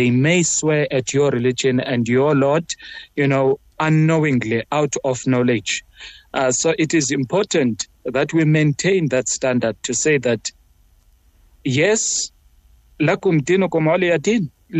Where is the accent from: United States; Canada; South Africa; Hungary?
South Africa; as the South African social media community that is Muslim